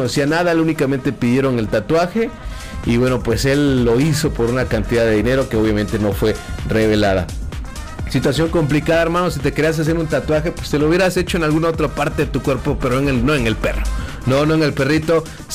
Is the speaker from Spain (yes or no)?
no; Mexico; de nosotros como mexicanos.